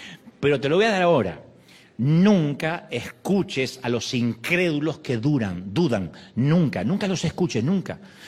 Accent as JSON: {"language": "Spanish", "country": "Argentina", "said": "Hace unos días se empezó a correr un rumor en mi país que yo podría ser candidato a la presidencia de Argentina."}